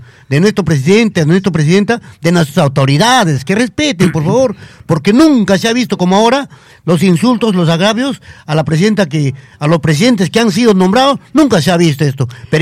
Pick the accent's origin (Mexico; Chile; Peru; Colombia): Peru